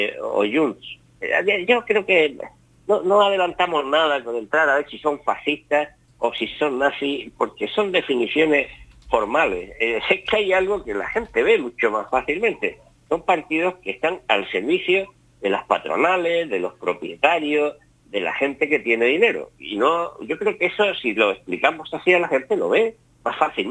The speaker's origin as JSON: {"language": "Spanish", "country": "Spain", "said": "o sea, somos españoles de mal, ¿no?"}